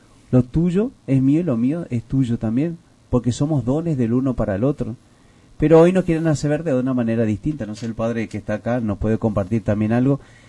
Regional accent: Argentina; viene estos días para nosotros como pueblo argentino recibir al Santo Padre

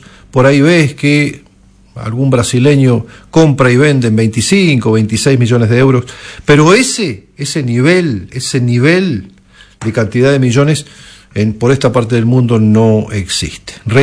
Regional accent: Argentina

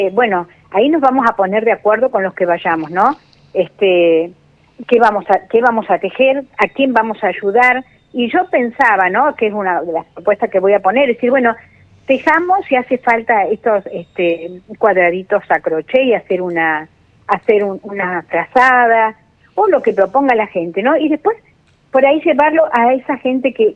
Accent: Astra, Chubut, Argentina; acá viste que somos de Astra

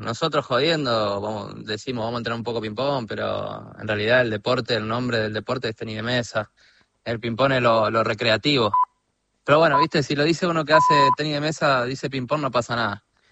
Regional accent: La Plata, Buenos Aires Province, Argentina; Yo soy de La Plata, de La Plata.

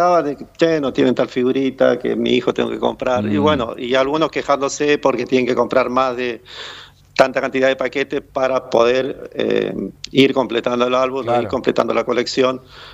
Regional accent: Santa Elena, Entre Ríos, Argentina; nosotros que somos de Santa Elena

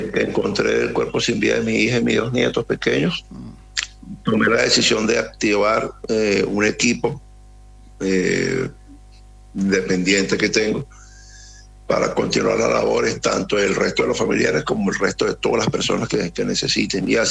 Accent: El Salvador; Yo vengo, un ejemplo, ¿no? Yo vengo de El Salvador, pero como que vinieron fue a curiosear.

